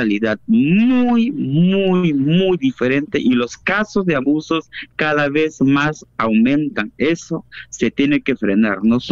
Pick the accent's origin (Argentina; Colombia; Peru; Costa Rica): Peru; now in Santa María de Nieva, Peru; nosotros somos peruanos, no somos extranjeros.